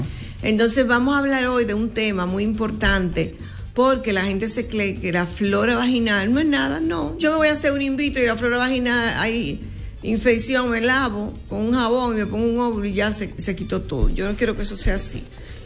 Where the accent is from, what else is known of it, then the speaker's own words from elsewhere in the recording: Dominican Republic; los dominicanos somos dominicanos donde quiera y los chinos son lo mismo donde quiera.